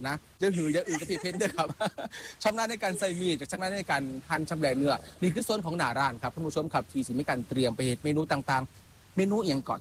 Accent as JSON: {"language": "Thai", "region": "Maha Sarakham", "country": "Thailand", "said": "ผมเนี่ยเป็นคนมหาสารคาม"}